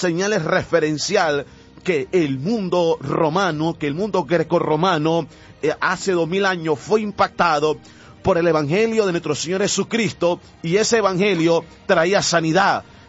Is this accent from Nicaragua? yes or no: yes; Nicaragua; y yo me acuerdo que los compañeros de clase se apartaban de mí porque hedía, y allá en Nicaragua, en mi país, se le llaman mosca cuando alguien algo hiere, mal olor.